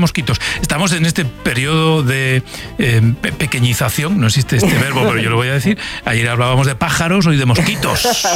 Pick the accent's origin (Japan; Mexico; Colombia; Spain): Japan; Japonés, soy muy japonés.